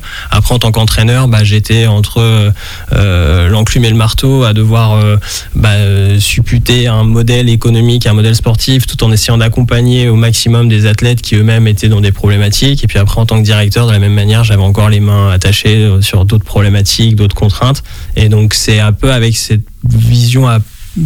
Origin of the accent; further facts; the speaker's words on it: Challans, Pays de la Loire, France; j'ai grandi à Chalon et j'ai découvert le milieu nautique, le milieu marin à Saint-Jean-de-Mont, la plage la plus proche.